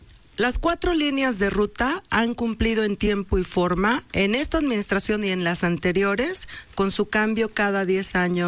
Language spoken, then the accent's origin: Spanish; Mexico; hay que sentirse siempre orgullosos de nuestro México